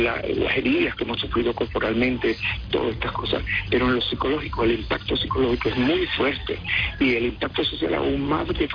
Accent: Venezuela; Desde niño me he dado cuenta que nosotros los venezolanos podemos compartir.

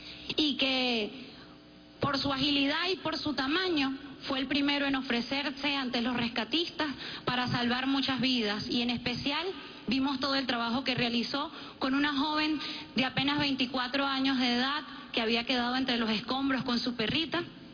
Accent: Venezuela

